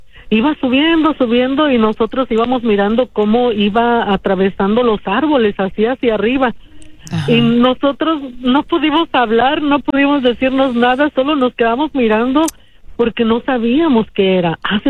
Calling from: Mexico; hace como 30 años yo soy de la Ciudad de México, del estado de Puebla.

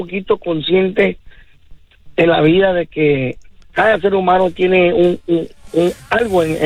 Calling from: Houston, Texas, United States; Llamo desde Houston, Texas.

